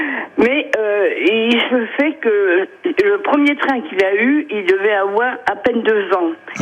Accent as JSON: {"language": "French", "town": "Paris", "region": "Île-de-France", "country": "France", "lives_now": "Issel, France", "said": "J'avais un fournisseur sur Paris, puisqu'on vient de Paris évidemment"}